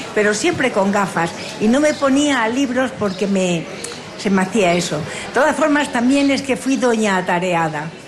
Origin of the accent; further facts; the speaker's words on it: Granada, Andalusia, Spain; De Granada. Nació en Fuentevaqueros, yo soy granadina y tal.